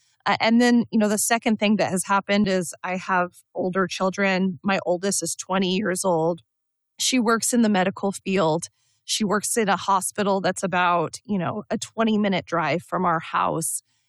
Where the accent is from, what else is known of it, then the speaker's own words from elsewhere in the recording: Idaho, United States; now in Boise, United States; I grew up in North Idaho